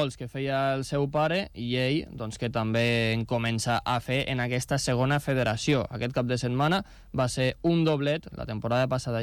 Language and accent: Catalan; Lleida, Catalonia, Spain; nosaltres, com a lleidatans